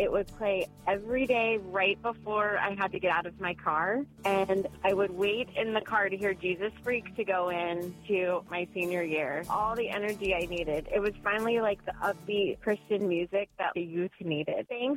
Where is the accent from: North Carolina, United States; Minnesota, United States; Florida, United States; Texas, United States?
Florida, United States; Tampa; Born and raised in Tampa, I remember being 6 years old